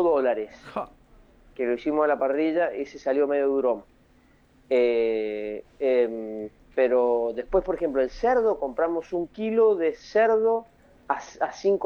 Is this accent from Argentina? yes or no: yes; Argentina; Todos somos argentinos, iguales